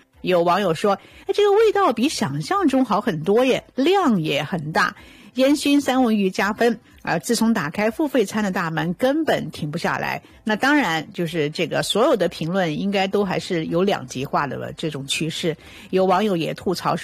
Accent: Sichuan, China; 我家乡四川

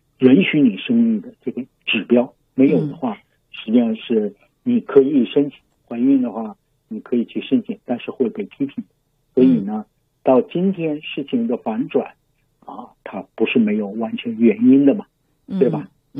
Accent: China; 因为我们都是所谓新中国出生长大的人

